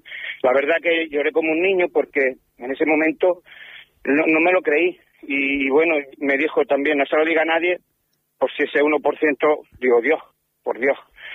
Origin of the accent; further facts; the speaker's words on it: Linares, Andalusia, Spain; tenemos conocidos en las proximidades de Linares, y bueno, somos de Linares.